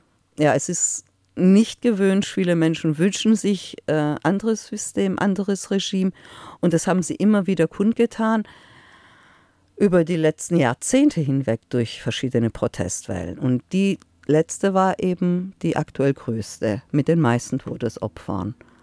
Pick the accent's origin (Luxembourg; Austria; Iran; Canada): Iran; German is a second language; also mir persönlich als Iranerin hat die Anteilnahme sehr gefehlt.